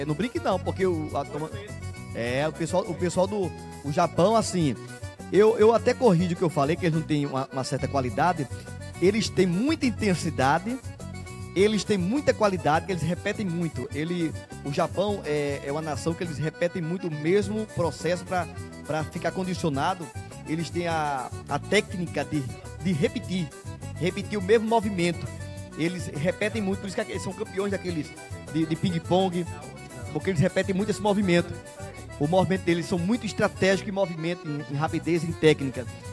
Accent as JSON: {"language": "Portuguese", "country": "Brazil", "said": "a gente como brasileiro"}